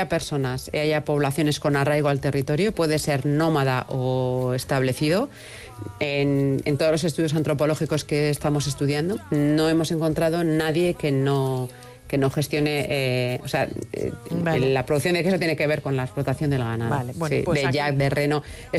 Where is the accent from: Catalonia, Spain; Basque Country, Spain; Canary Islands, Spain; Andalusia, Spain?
Basque Country, Spain; Hay, como vascos, pues las montañas las reconocemos y sabemos, ¿no?